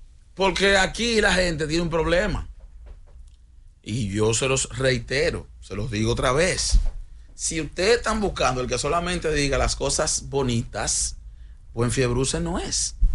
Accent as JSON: {"language": "Spanish", "country": "Dominican Republic", "said": "somos dominicanos"}